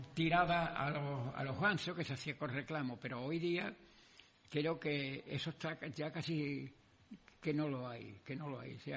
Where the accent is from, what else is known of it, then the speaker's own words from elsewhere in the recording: Sanlúcar de Barrameda, Andalusia, Spain; Nosotros, la gente de Sanlúcar de Barrameda, los cotos de fuera no lo admiten. No admiten. Y yo soy de Sanlúcar, pero tengo que decir.